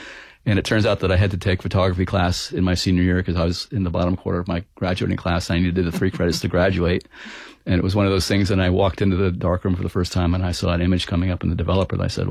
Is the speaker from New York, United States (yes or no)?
yes; New York, United States; I said, I'm this guy from New York.